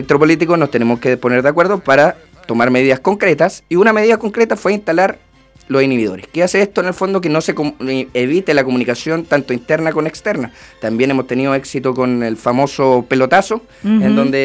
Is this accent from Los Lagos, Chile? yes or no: yes; Osorno, Los Lagos, Chile; yo soy de Osorno